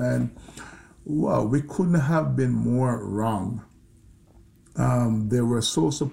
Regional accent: Jamaica

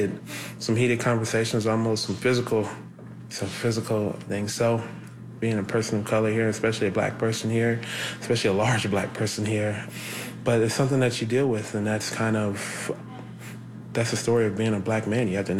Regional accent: United States; I've had discrimination from a lot of people, but I think that's just part of being an American

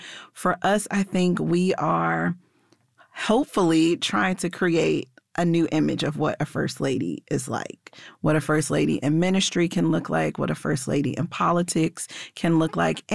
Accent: Memphis, Tennessee, United States; When I grew up in Memphis

